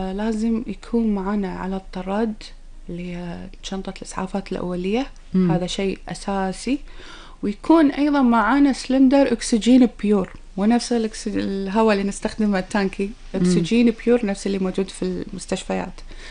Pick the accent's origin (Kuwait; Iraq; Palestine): Kuwait; إحنا عندنا بالكويت هني لأن يعني إحنا دولة فيها ساحل أو الخليج العربي نتميز فيه